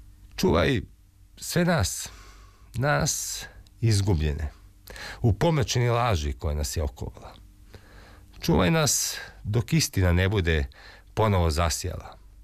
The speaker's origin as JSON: {"language": "Serbian", "region": "Belgrade", "country": "Serbia", "said": "Ja sam rodom iz Surčina, odnosno moj otac, i smatram sebe neko ko je rođen i Beograđan."}